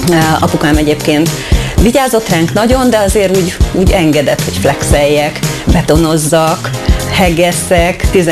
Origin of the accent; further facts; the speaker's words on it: Maroslele, Csongrád-Csanád, Hungary; egy kisebb faluban nevelkedtem